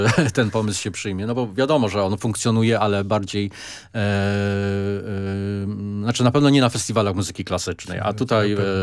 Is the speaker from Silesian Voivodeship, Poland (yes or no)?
yes; Zabrze, Silesian Voivodeship, Poland; now in Warsaw, Poland; Ja pochodzę z Zabrza